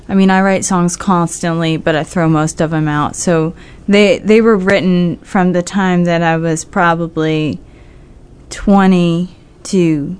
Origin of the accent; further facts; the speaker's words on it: Bath County, Kentucky, United States; My family's from central and eastern Kentucky. I grew up in Bath County, Kentucky, which is near Moorhead.